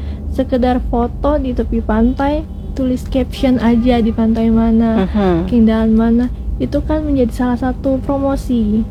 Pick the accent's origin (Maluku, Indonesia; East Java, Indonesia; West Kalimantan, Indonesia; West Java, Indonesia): Maluku, Indonesia; Bobo; kampung halaman saya kayak Bobo